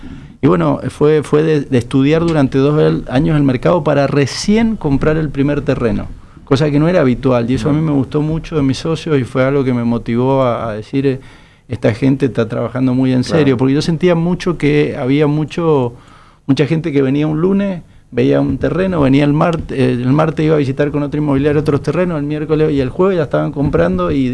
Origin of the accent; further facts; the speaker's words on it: Mendoza, Argentina; Bueno, yo soy de Mendoza y mucha gente, muchas veces, por la forma en que hablamos los mendocinos, están pegados a Chile, me confunden